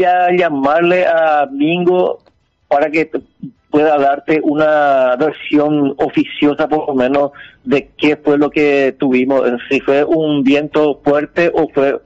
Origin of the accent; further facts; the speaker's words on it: Paraguay; Somos los paraguayos solidarios